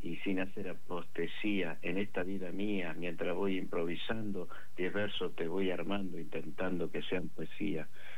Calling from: Paraná, Entre Ríos, Argentina; como decimos acá en Entre Ríos, en Paraná

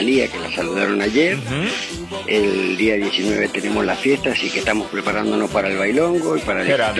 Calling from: General Alvear, Mendoza, Argentina; Soy de General Alvear Mendoza

